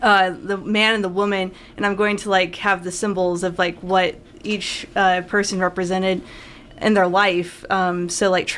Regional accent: Midwest, United States; I grew up in the Midwest

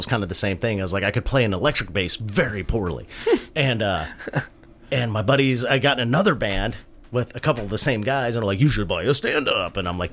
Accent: Freeburg, Missouri, United States; Freeburg, Missouri.

